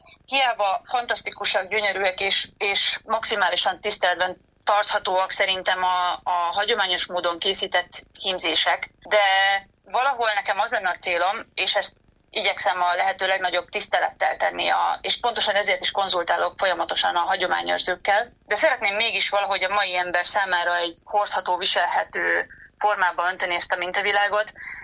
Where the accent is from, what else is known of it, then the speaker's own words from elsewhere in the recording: Borsod-Abaúj-Zemplén, Hungary; ugye én borsodi gyerek vagyok, és valamilyen szinten én azért lokálpatriótának tekintem magam